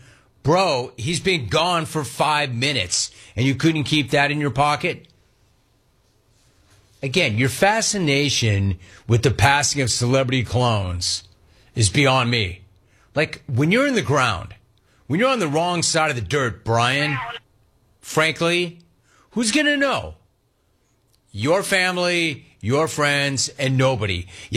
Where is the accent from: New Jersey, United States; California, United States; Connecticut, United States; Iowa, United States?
California, United States; Los Angeles; As a comp, I grew up in Los Angeles. I grew up listening to Vin Scully.